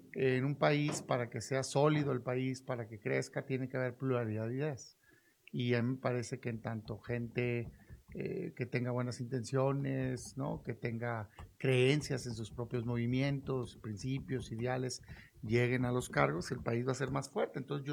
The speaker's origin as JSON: {"language": "Spanish", "country": "Mexico", "said": "aquí en mi país"}